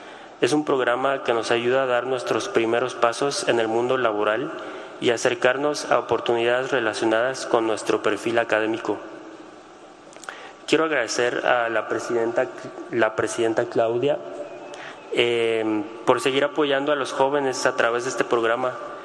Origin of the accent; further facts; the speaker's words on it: Mérida, Yucatán, Mexico; moved away as an adult; now in Xalapa, Mexico; Yo soy originario de Mérida, Yucatán, pero hace un tiempo decidí venir aquí a Xalapa, ya que es una ciudad, con mucha actividad cultural y artística